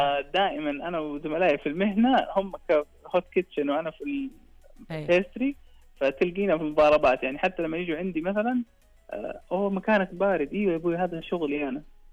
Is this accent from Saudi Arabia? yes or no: yes; Saudi Arabia; إحنا كسعوديين